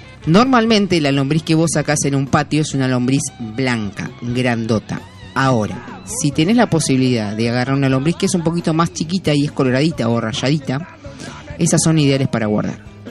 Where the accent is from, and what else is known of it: Luján, Buenos Aires Province, Argentina